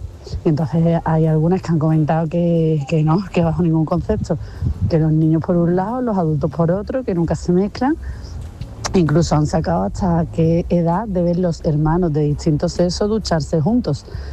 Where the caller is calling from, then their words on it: Seville, Andalusia, Spain; Hola, pues … de Sevilla.